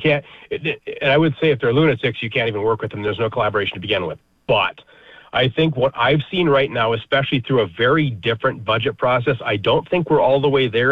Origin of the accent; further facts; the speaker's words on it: Fargo, North Dakota, United States; I'm from Fargo.